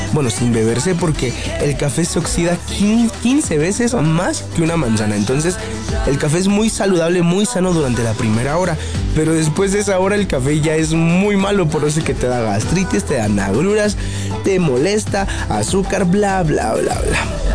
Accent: Tenango de Doria, Hidalgo, Mexico; born there; me acaban de regalar un café mis padres muy rico que viene del pueblo donde yo nací, que es Tenango de Dori Hidalgo.

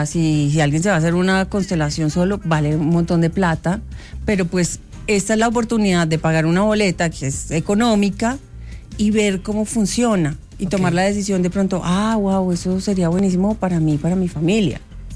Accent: Medellín, Antioquia, Colombia; also born or lived in Cali, Colombia; now in Bogotá, Colombia; En Medellín. Y luego he vivido 30 y pico años aquí en Bogotá. Me siento muy bogotana.

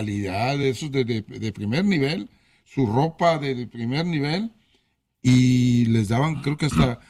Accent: Jalisco, Mexico; moved away; also born or lived in Tepic; en mi pueblo, en Jalisco

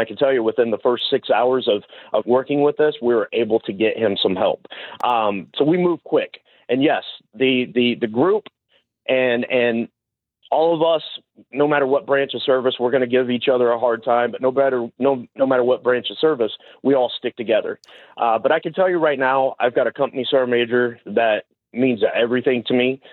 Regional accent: Indiana, United States; moved away; back home in Indiana. You know, once my wife and I moved from Indiana up here, we moved up here 16 years ago.

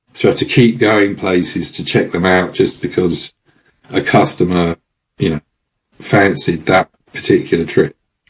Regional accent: London, United Kingdom; And, as a Londoner, I'm fascinated by, at that point, the biggest city in Europe

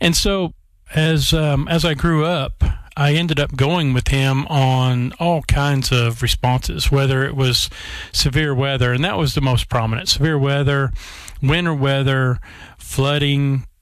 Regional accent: Stillwater, Oklahoma, United States; Born and raised in Stillwater, Oklahoma. I'm 55 years old this year.

